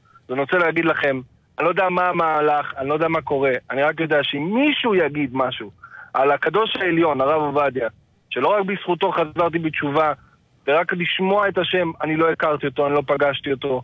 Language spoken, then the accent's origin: Hebrew; Herzliya, Tel Aviv District, Israel; now in Jerusalem, Israel; אני היום גר בירושלים, אני גדלתי בהרצליה